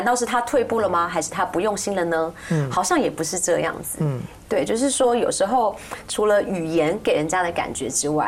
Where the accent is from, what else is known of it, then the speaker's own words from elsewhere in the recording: Taiwan; 就是我们台湾人看布袋戏那样的感觉。